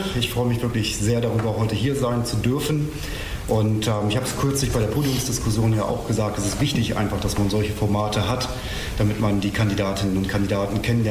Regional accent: Verden an der Aller, Lower Saxony, Germany; also born or lived in Hannover; Geboren bin ich allerdings in Hannover, aufgewachsen in Verden an der Aller, wo ich 1998 auch mein Abitur gemacht habe.

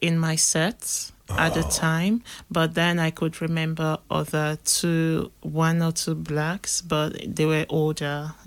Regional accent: Rome, Lazio, Italy; English is a second language; I grew up in Roma, and then we visited Firenze, Milano, other cities.

